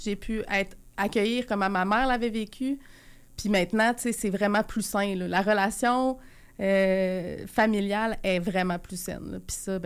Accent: Quebec City, Quebec, Canada; J'ai 34 ans. Moi, je viens de Charlebourg. Je viens d'ici. J'ai grandi dans une famille aimante.

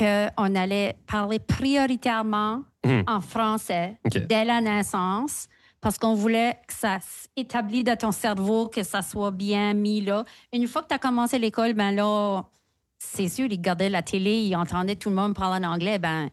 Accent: Shediac, New Brunswick, Canada; accent: Chiac; Et nous, oui, on parlait plus chiac, parce qu'on vient de Chidiac.

